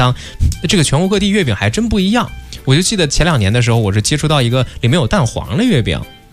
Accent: northern China, China; 虽然我是北方人

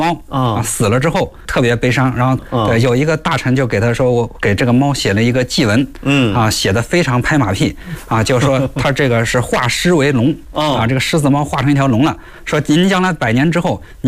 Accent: Xinxiang, Henan, China; 这个正好就是我的老家啊，这个河南新乡

